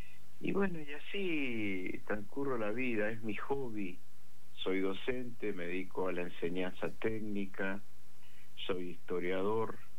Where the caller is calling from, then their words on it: Paraná, Entre Ríos, Argentina; como decimos acá en Entre Ríos, en Paraná